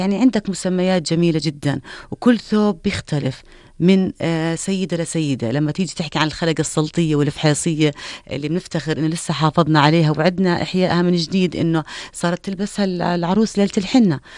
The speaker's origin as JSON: {"language": "Arabic", "town": "Mahis", "region": "Balqa Governorate", "country": "Jordan", "tie": "born there", "said": "يعني انا مسقط رأسي ماحص، وانا بنت فلاحة اصلا."}